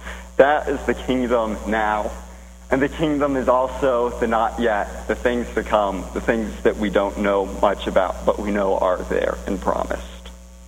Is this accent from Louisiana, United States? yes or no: no; Plano, Texas, United States; I come from Plano, Texas, which is a suburb of Dallas. So, you know, it's basically the same as around here